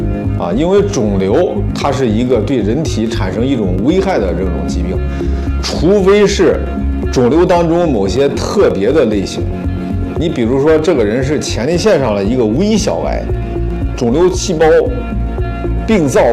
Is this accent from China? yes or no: yes; China